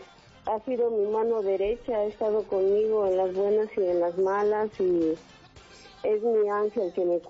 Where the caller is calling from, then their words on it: Tezoyuca, State of Mexico, Mexico; Aquí en el municipio de Tezoyuca, Estado de México.